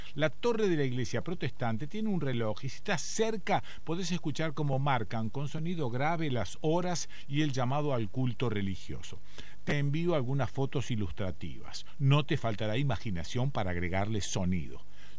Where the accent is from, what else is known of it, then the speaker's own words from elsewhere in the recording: Esperanza, Santa Fe, Argentina; born there; now in Rosario, Argentina; Nací en Esperanza, soy hijo de Betina y Lalo, me vine a vivir a Rosario para estudiar medicina y me quedé.